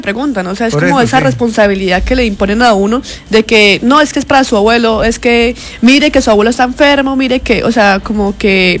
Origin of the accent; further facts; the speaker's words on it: Sabana de Torres, Santander, Colombia; moved away; yo soy de un pueblito, yo soy de Sabana de Torres, Sabana, que es un hermoso pueblito.